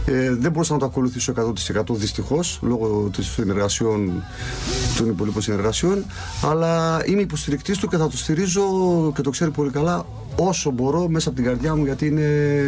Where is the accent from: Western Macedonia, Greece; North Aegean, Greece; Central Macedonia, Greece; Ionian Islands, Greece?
Central Macedonia, Greece; Thessaloniki; Γεννήθηκα εδώ στο Πανόραμα Θεσσαλονίκης, μεγάλωσα εδώ με καταγωγή όμως Βέρος Καπαχιώτης και Πυρίας, Κατερίνη.